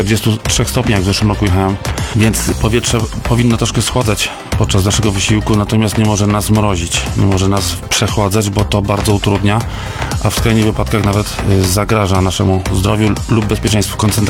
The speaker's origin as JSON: {"language": "Polish", "town": "Rzeszów", "region": "Subcarpathian Voivodeship", "country": "Poland", "said": "W 99 roku nad Morzem Bałtyckim, zapytany przez turystów z innych namiotów skąd jestem, powiedziałem Rzeszowa."}